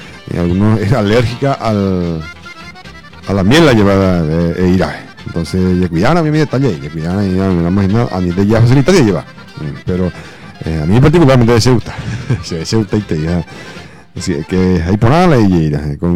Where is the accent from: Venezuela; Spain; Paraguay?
Paraguay; Que es nuestro, es paraguayo, y soy paraguayo, y todos somos paraguayos.